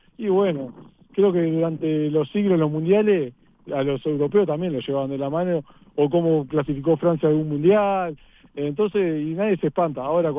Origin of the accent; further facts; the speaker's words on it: Uruguay; Nosotros como uruguayos le queremos ganar siempre.